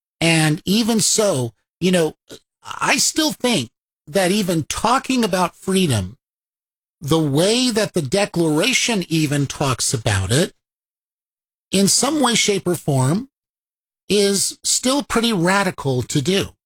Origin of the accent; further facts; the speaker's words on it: United States; And especially growing up in America, and you learn about